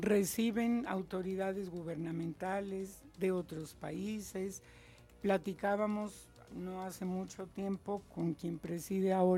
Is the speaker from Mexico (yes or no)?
yes; Mexico